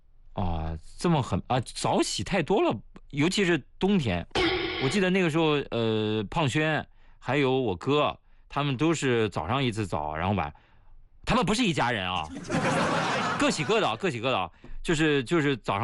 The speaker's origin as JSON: {"language": "Chinese", "region": "Shanxi", "country": "China", "said": "我们山西人"}